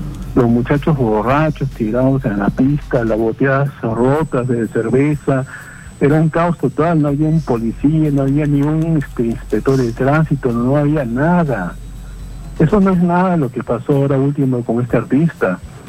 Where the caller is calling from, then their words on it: Lima, Peru; Yo vivo en Magdalena del Mar, vivo al lado.